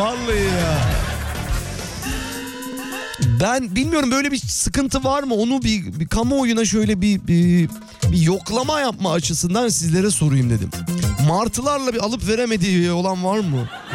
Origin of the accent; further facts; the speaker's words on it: Adalar, Istanbul, Turkey; Yani çocukluğum benim işte adalarda geçti, gidiyorduk işte hala işte teyzemler, akrabalarımız orada, bilen biliyor.